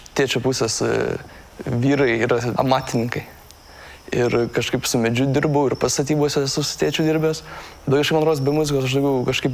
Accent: Vilnius County, Lithuania; now in Vilnius, Lithuania; Aš esu iš Bijūnų kaimo, prie Trakų

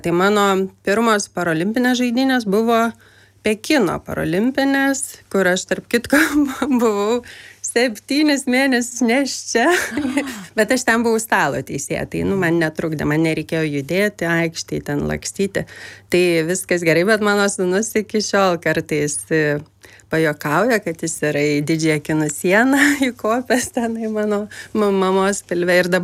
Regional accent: Vilnius, Vilnius County, Lithuania; Iš tikrųjų, aš užaugau Aklųjų rajone Vilniuje. Ir va, jis visai netoli LRT yra.

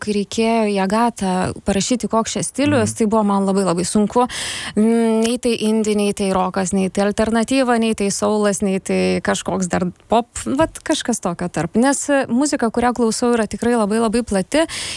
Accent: Kretinga, Klaipėda County, Lithuania; moved away as an adult; Taip, aš iš Žemaitijos, Kretingos esu, bet nuo 18 jau nebe, tai nežinau, vis tiek širdis Kretingoj, sakyčiau Kretingiškė, parvažiuoju

